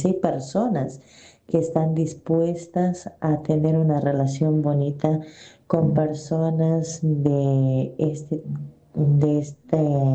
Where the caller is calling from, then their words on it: Peru; Soy de Perú y me gustaría contarle a usted que soy una persona bipolar y tengo 38 años de edad